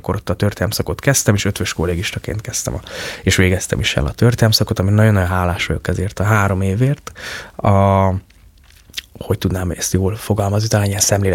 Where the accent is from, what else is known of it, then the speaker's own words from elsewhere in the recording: Sopron, Győr-Moson-Sopron, Hungary; meg a gyerekkorom meghatározó élménye, ugye én soproni vagyok, úgy ott a határa, azt azért kinőttem.